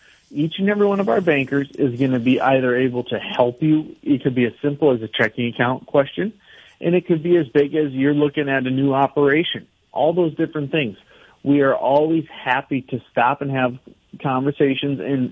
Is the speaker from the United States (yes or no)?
yes; Estelline, South Dakota, United States; I'm from Esteline.